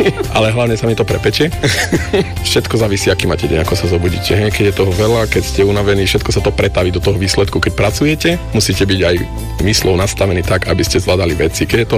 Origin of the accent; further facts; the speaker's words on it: Poprad, Prešov Region, Slovakia; moved away as an adult; also born or lived in Prague / Ireland; now in Senec District, Slovakia; pochádzam z Popradu. Teraz dlhodobo žijem už v okrese Senec.